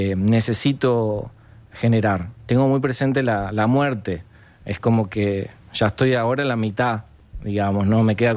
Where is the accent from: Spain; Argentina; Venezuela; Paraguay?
Paraguay; Asunción; born there; Mis padres son los dos uruguayos. Mi padre ya fallecido de buceo y mi madre de Brazo Oriental. Y yo nací en Asunción, Paraguay.